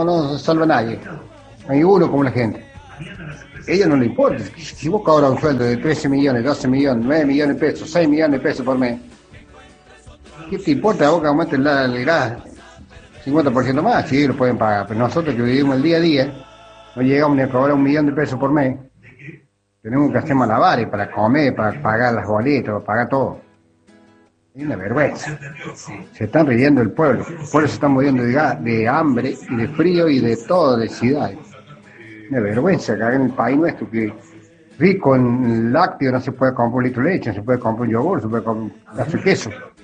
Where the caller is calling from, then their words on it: Villa Mercedes, San Luis, Argentina; de Villa Mercedes.